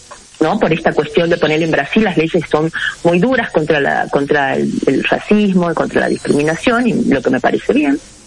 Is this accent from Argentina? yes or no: yes; Argentina